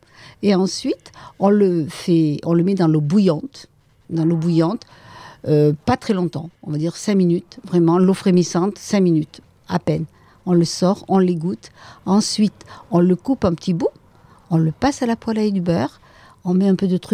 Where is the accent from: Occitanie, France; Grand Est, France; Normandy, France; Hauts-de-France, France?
Occitanie, France; Gagnac-sur-Cère; avec cet accent, vous pouvez bien imaginer que je ne suis pas de Belgique ou du nord de la France. Moi, je suis née à Gagnac. J'y ai vécu. J'en suis guère partie, puisque j'ai fait à peine le tour de l'église, hein, puisque j'y habite. Nous y habitons. Voilà. Je suis très, très, très attachée et à Gagnac et aux environs